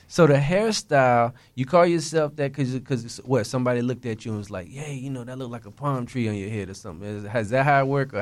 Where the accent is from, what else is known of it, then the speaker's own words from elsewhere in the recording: Orlando, Florida, United States; I was raised in Orlando. I'm talking about Palermo. I'm talking about Westmoreland, OBT, all of that.